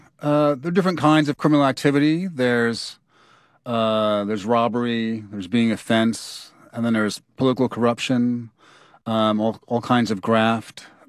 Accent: New York, United States; And I grew up in New York in the 80s, where you'd hear about Michael Griffith, Antler Bumpers.

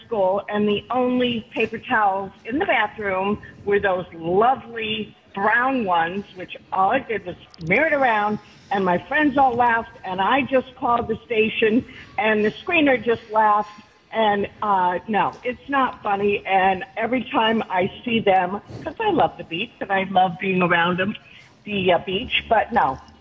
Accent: California, United States; When I was growing up in California

